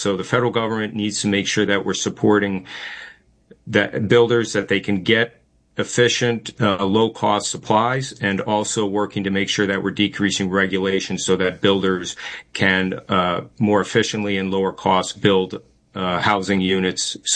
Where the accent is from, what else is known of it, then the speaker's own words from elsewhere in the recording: New England, United States; now in Delaware, United States; I grew up in New England in the 1960s and 70s.